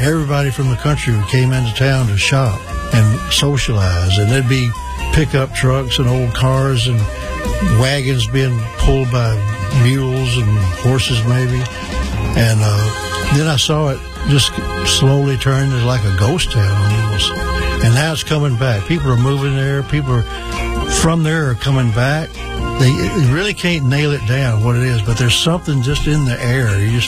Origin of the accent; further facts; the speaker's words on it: Kosciuszko, Mississippi, United States; I am from Mississippi. I actually come from the hills, a town called Kosciuszko. But I had a lot of relatives around Clarksdale and Friars Point.